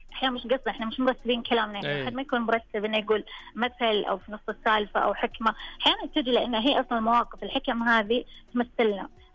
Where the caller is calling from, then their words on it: Taif, Makkah Province, Saudi Arabia; من الطائف.